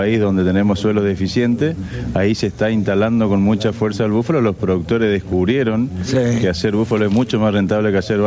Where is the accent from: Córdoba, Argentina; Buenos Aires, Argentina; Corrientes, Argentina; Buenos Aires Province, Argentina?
Corrientes, Argentina; Ituzaingó; Somos todos de Ituzaingó Corrientes. Ituzaingó.